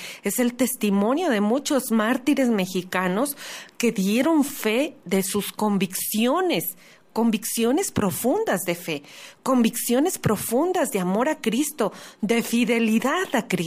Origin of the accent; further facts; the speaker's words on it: Mexico; la conversión de cada uno de nosotros como mexicanos